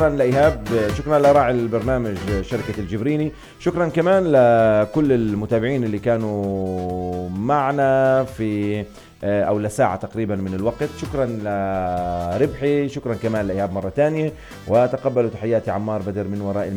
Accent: Egypt; انا مع مصر تحديدا انا زلمه صريح واضح كيف بقول، انا فرنساوي وانا مصري

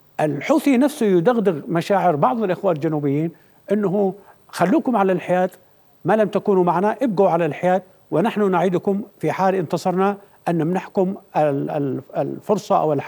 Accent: Yemen; also born or lived in Aden / Sanaa / Taiz; أفكر باليمن الذي ولدت ونشأت فيه على قيم العدالة والمساواة والأخوة. أنا نصف أهلي كانوا في الجنوب في عدن، ونصفهم في صنعاء. أنا عشت في تعز

